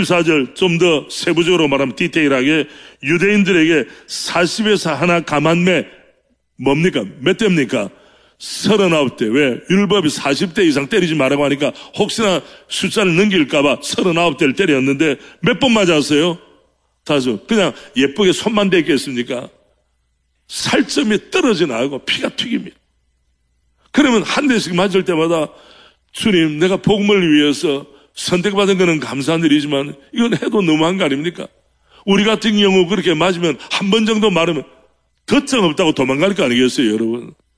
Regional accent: South Korea

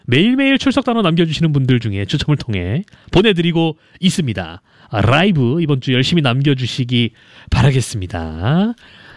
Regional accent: Chungcheong, South Korea; 저는 충청도 사람이기 때문에

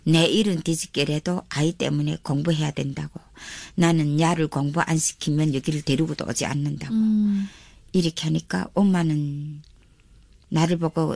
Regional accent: North Korea; moved away as an adult; also born or lived in China; 우리는 북한에서 살면서 내가 30살 되게 중국에 내가 탈북했는데

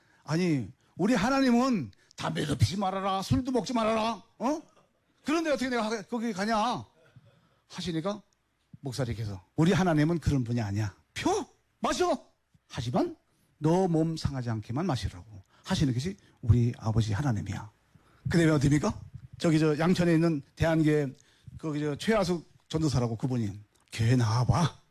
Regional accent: North Korea; now in South Korea; 난 북한 놈 맞아.

